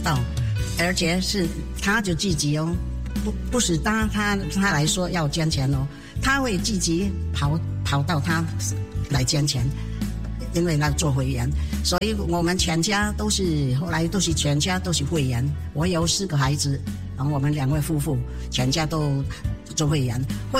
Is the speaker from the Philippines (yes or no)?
yes; Philippines; 我们是土生土长的菲律宾华侨。